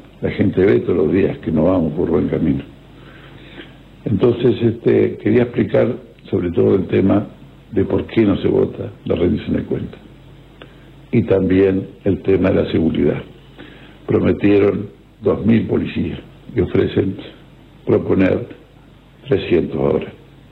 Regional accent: Uruguay; son gente que, como nosotros, somos uruguayos.

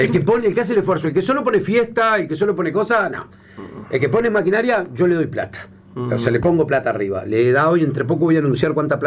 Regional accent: Río Branco, Cerro Largo, Uruguay; acuérdense que soy de Río Branco.

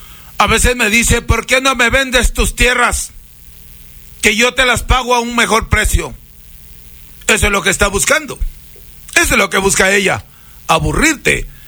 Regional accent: Huancabamba, Piura, Peru; soy peruano huancabambino bautizado en la Laguna Blanca, Laguna del Chimbe, Laguna del Toro, Laguna de la Palangana.

